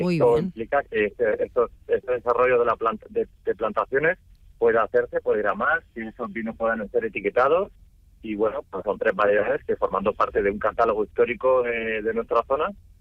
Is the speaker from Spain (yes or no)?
yes; Valencian Community, Spain; Y todo eso, como valencianos, como alicantinos, pues que tengamos información de estas variedades